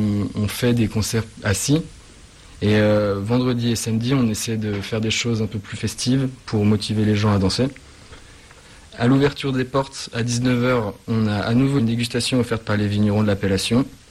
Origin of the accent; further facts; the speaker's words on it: Givry, Bourgogne-Franche-Comté, France; chez nous, à Givry